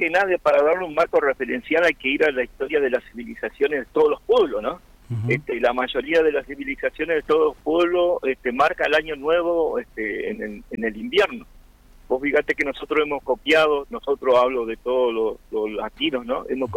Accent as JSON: {"language": "Spanish", "region": "Chubut", "country": "Argentina", "tie": "born there", "moved": "yes", "lives_now": "Puerto Santa Cruz, Argentina", "said": "Sí, yo nací en Chubut."}